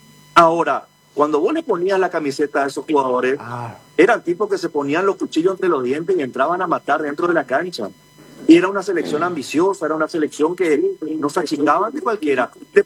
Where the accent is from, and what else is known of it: Paraguay